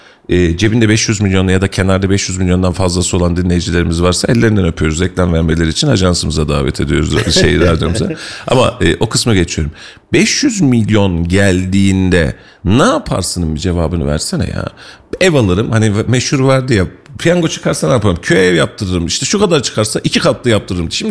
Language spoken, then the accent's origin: Turkish; Kayseri, Turkey; born there; Ben Yeşil Mahalle'de doğmuşum.